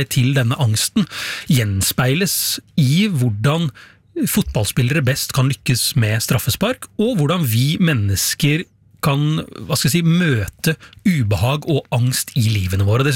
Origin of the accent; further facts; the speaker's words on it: Porsgrunn, Telemark, Norway; Ja, altså, det var cup hjemme i Porsgrunn. Jeg var kanskje 11-12 år gammel.